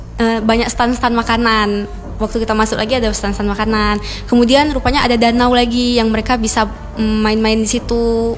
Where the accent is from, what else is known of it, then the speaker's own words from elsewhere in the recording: Aceh, Indonesia; kita adalah orang Aceh